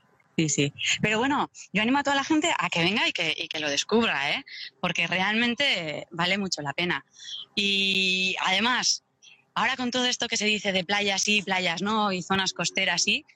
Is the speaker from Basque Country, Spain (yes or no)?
yes; Deba, Basque Country, Spain; born there; La familia es yo nací en Deva y casi todo el tiempo lo estoy en Zumaya.